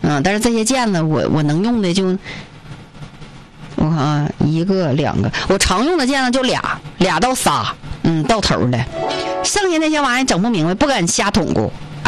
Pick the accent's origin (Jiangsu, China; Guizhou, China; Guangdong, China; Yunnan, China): Yunnan, China; 我是云南的